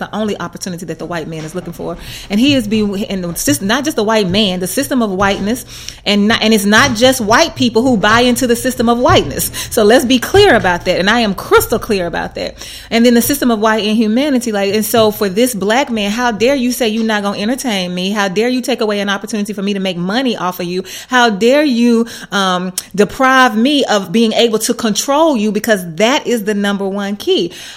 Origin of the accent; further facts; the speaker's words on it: United States; they gonna know I'm an American